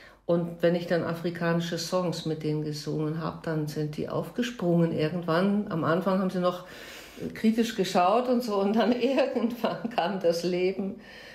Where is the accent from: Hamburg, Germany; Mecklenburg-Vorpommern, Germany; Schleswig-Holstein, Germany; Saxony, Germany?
Hamburg, Germany; moved away as an adult; also born or lived in Vienna; now in Carinthia, Austria; Also ich bin gebürtige Hamburgerin, sieht man, hört man eh, sieht man wahrscheinlich auch. Und war 31 Jahre in Wien und bin jetzt seit 5 Jahren in Kärnten